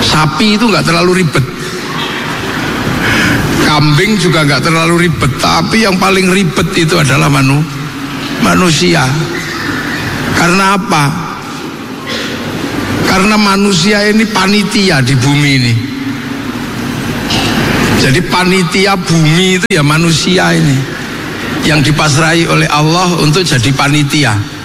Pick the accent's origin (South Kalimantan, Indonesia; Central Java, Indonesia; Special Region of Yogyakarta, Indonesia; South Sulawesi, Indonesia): Special Region of Yogyakarta, Indonesia; Yogyakarta